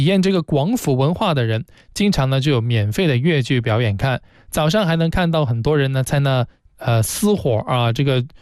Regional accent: Guangdong, China; 也有我们老广人哈，有评价了这个八个好去处

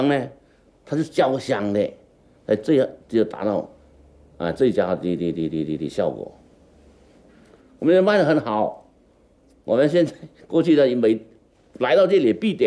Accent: Nanning, Guangxi, China; now in Beijing, China; 我们南宁人呢叫老友粉

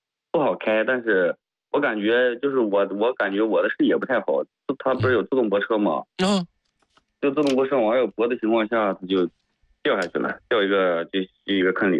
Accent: Lanzhou, Gansu, China; now in Shanghai, China; 我老家甘肃兰州那边

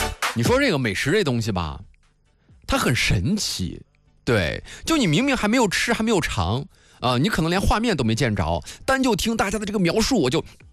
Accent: Nangong, Hebei, China; 我的老家，我的家乡呢是在南宫，我们那儿有一个这个古庄烧饼，

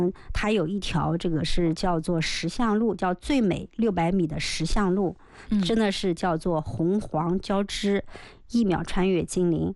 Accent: Anhui, China; 咱们是安徽人嘛

